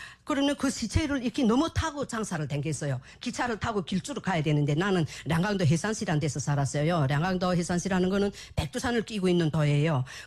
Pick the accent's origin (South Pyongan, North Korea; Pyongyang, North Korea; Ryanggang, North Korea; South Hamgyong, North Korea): South Hamgyong, North Korea; Hamhung; moved away as an adult; now in South Korea; 저는 북한에서 55년을 살다가 한국에 온 지 지금 10년째입니다. 꼭 10년 되었어요.